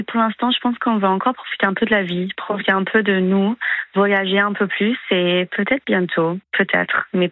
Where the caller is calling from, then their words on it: Périgueux, Nouvelle-Aquitaine, France; first language English; French is a second language; Et moi, je suis à centre-ville de Périgueux.